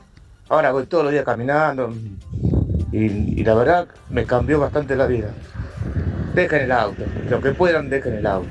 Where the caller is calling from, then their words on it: Lanús, Buenos Aires Province, Argentina; de Lanús.